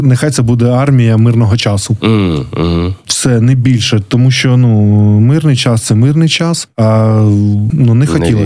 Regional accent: Kryvyi Rih, Dnipropetrovsk Oblast, Ukraine; moved away; в моєму рідному Кривому Розі, ну, все не так, ага, не так яскраво. Це більш таке промислове місто.

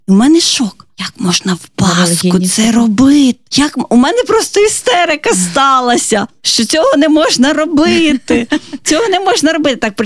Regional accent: Lviv, Lviv Oblast, Ukraine; Львів. Львівщина.

